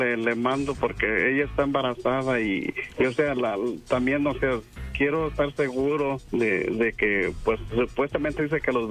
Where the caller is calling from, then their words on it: Guadalajara, Jalisco, Mexico; No, yo soy de Guadalajara.